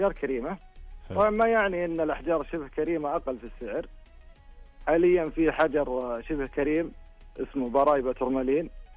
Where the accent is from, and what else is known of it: Saudi Arabia